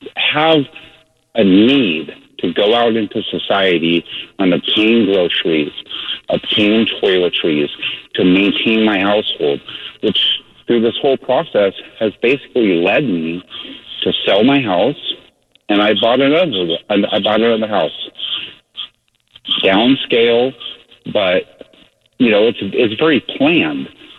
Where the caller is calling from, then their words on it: Salem, Oregon, United States; I live about 20 miles west of Salem, and in a small community of about 15,000 people.